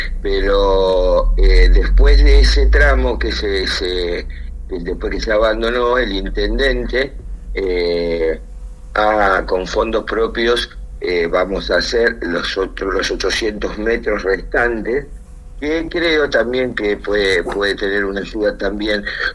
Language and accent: Spanish; Ensenada, Buenos Aires Province, Argentina; los que vivimos muchos años en Ensenada y los que nacimos en Ensenada no nos olvidamos que cuando crecía un poco el río, enseguida nos tapaba